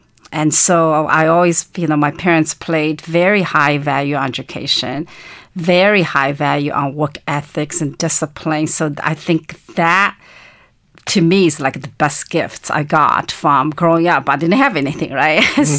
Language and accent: English; China; moved away; I was born and raised in China during the Cultural Revolution.